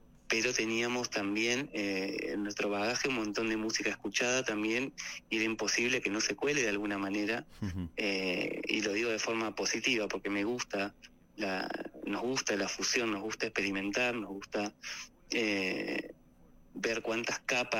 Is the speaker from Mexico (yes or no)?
no; Santa Fe, Argentina; moved away as an adult; Somos, exactamente, de Santa Fe.